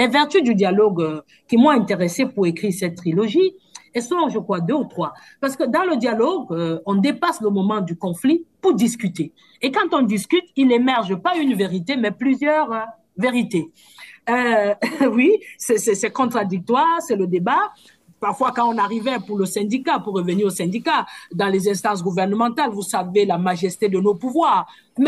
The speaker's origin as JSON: {"language": "French", "country": "Cameroon"}